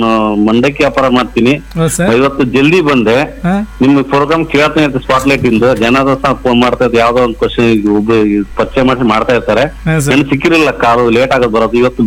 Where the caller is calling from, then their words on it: Shivamogga, Karnataka, India; ನಾವು ಗುರುಪುರ ಶಿವಮೊಗ್ಗ ಶಂಭುಲಿಂಗ.